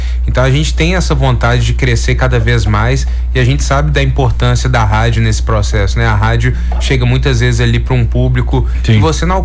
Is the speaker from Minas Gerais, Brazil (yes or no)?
yes; Belo Horizonte, Minas Gerais, Brazil; a gente cresceu ali, né, a gente é de Belo Horizonte